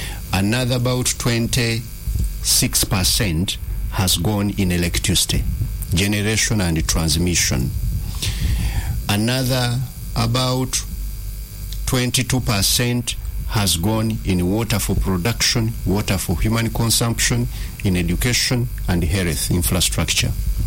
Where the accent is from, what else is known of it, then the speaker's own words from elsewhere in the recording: Central Region, Uganda; I grew up in Butambala. I go back to Butambala and I see the change.